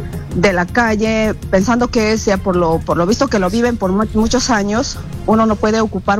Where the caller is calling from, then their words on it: Quimbiri, Cusco, Peru; Somos la gente del Brian, de la selva de Quimbiri.